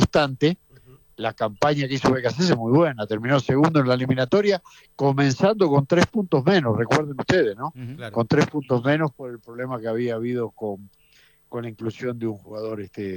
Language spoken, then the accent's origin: Spanish; Argentina; como argentino feliz de que venga un argentino a dirigir con la trayectoria de Gallardo